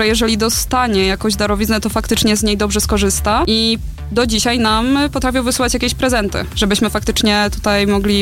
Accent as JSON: {"language": "Polish", "region": "Podlaskie Voivodeship", "country": "Poland", "tie": "born or raised there", "accent": "Suwałki", "lives_now": "Toruń, Poland", "said": "Pochodzę z małej wsi na Suwalszczyźnie. Nie jest to Podlasie, jest to województwo podlaskie, ale nie zaciągam gwarą taką typowo podlaską. Miałam swoją taką suwalską, czego już nie słychać."}